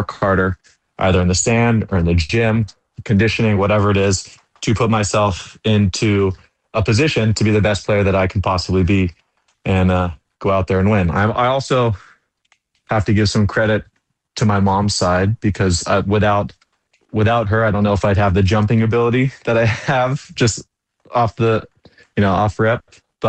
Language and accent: English; Los Angeles, California, United States; born there; this is my hometown for beach volleyball.